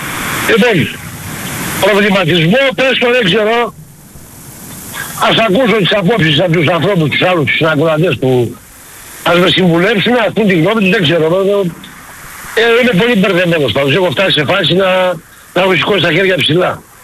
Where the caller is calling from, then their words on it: Greece; που είμαι Έλληνας, θέλω να αλλάξω ηθαγένεια